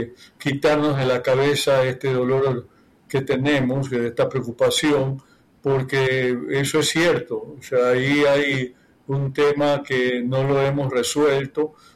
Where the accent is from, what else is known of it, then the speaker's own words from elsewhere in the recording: Ecuador; Y ahora terminamos siendo perjudicados los ecuatorianos